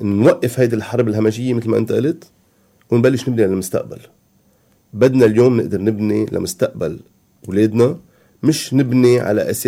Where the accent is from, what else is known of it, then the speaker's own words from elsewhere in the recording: Keserwan-Jbeil, Lebanon; انا اليوم كسروين، اليوم كسروين كتر خير الله مانا مضروبة، انا لبناني